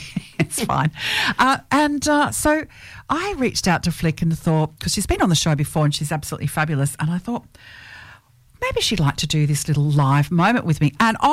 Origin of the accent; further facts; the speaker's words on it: Melbourne, Victoria, Australia; because we're both from Melbourne, right?